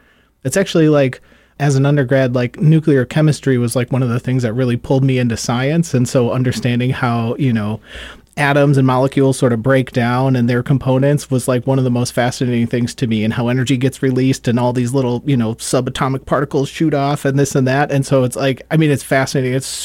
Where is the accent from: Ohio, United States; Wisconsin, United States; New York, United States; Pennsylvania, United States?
Wisconsin, United States; Milwaukee; I grew up in Milwaukee